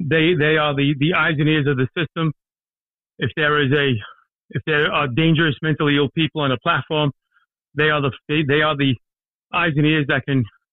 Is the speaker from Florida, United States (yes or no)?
no; New York City, New York, United States; I'm from a place called Garrison Beach, a largely working class Irish neighborhood in southern Brooklyn. I still live here. I live right where my father grew up. Same address, same spot.